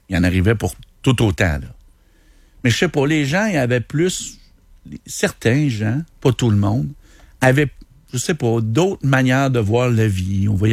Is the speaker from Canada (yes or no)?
yes; Canada